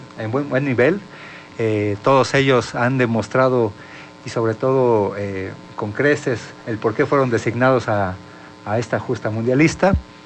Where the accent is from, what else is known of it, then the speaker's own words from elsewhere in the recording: Mexico; orgullosos como mexicanos